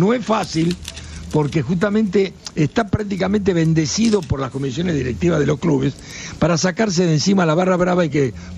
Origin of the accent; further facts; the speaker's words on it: Buenos Aires, Argentina; Yo soy muy antiguo y además nací en San Telmo. Mirá. Nací en una casona vieja de San Telmo, así que todo conozco por ahí.